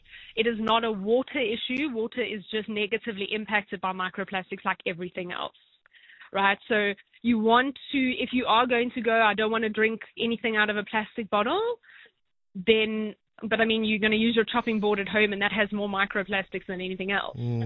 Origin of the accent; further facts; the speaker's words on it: South Africa; as a South African